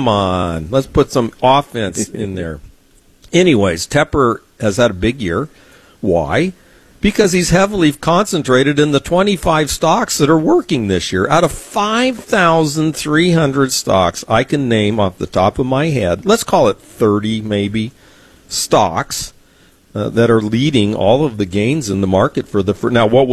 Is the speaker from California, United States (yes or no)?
yes; Point Loma, California, United States; Now, I grew up in Point Loma, California. I grew up with a lot of Portuguese. They were tuna fishermen.